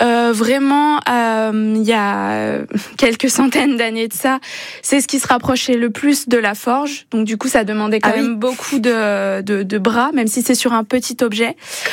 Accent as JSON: {"language": "French", "region": "Auvergne-Rhône-Alpes", "country": "France", "lives_now": "Clermont-Ferrand, France", "said": "Bah, en fait, pour vous dire, moi, je suis pas de Clermont. Je suis du Beaujolais."}